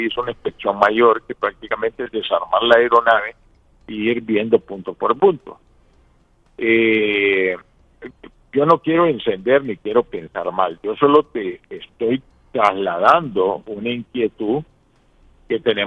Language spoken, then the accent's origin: Spanish; Honduras